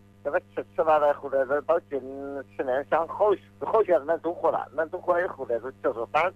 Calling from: Zhongxiang, Hubei, China; 我是那个中乡市丰乐镇东城的

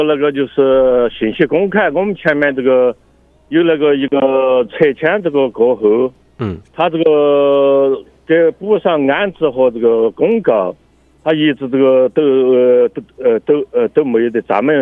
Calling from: Changji, Xinjiang, China; 我是昌吉市的。

